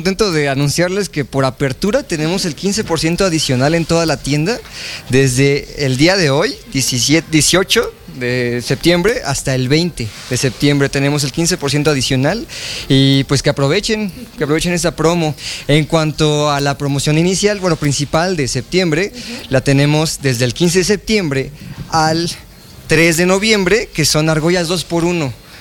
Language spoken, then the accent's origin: Spanish; Mexico City, Mexico; soy de la Ciudad de México.